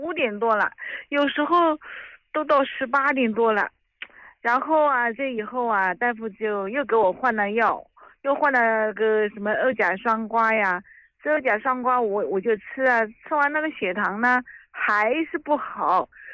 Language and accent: Chinese; Hubei, China; 我家是湖北的，